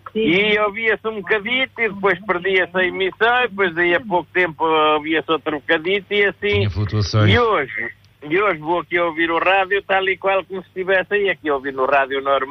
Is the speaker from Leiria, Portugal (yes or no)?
yes; Ansião, Leiria, Portugal